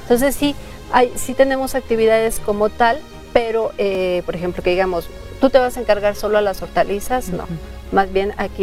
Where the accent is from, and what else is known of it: Mexico